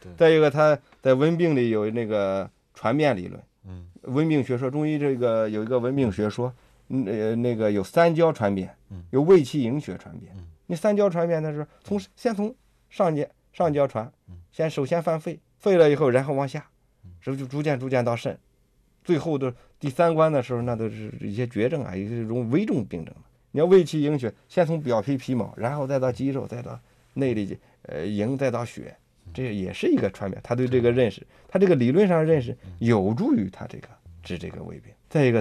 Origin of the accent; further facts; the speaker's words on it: Xingtai, Hebei, China; moved away; 这个扁鹊祠就是在我们老家那儿，